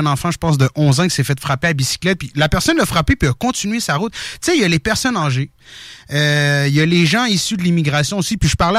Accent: Morocco; mon père, il est africain, OK? Je suis marocain, là.

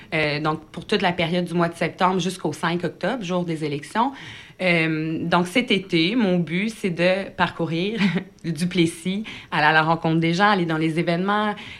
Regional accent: Quebec, Canada; chez nous, à Saint-Pierre, avec mes proches

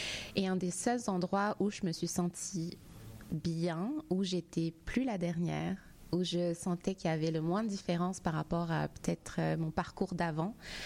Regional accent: Île-de-France, France; Donc, en gros, moi je suis née en France, dans une banlieue à côté de Paris, et j'ai été à l'école primaire dans ce qu'on appelle une zone d'éducation prioritaire.

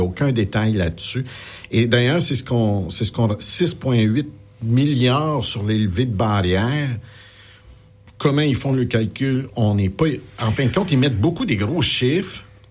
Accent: Canada; on est canadien

